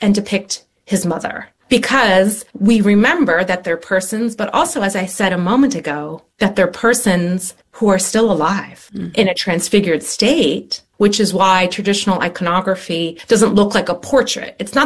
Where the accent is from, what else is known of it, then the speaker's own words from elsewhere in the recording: Frederick, Maryland, United States; I'm from Frederick, Maryland, which is close to where she started her Catholic schools.